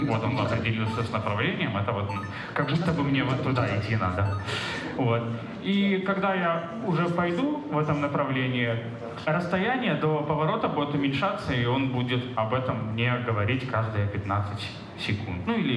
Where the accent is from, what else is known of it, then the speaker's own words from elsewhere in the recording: Minsk, Belarus; я уже город, это же все-таки Минск, мой родной город